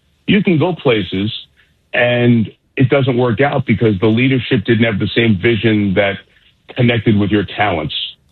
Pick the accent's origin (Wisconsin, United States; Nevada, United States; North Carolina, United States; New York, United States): New York, United States; New York City; moved away as an adult; now in Michigan, United States; Living in Michigan now for over 25 years, but growing up in New York and working in the Northeast